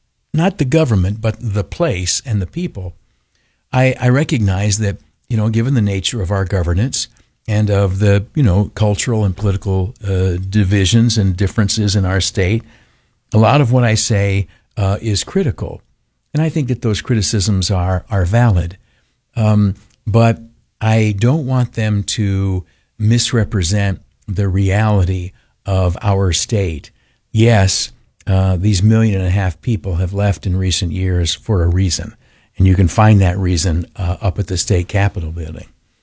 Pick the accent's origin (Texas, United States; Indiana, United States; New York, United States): New York, United States; I thank God Almighty on a regular basis for the privilege of being a New Yorker through and through, dyed in the wool all the way to the bone.